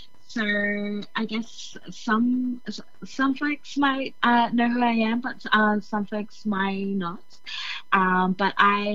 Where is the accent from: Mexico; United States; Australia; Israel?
Australia; Mabuiag Island, Queensland; now in Melbourne, Australia; I am a proud Kukulak woman from Kukulak Nation on the island of Musig. … I have blood connections to Baru Island of the Temu clan, known as Tamoids.